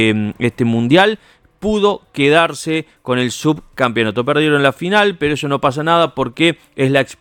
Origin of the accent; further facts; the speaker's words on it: Alta Gracia, Córdoba, Argentina; siendo altagraciense, siendo cordobés, representando a la ciudad, a la provincia y al país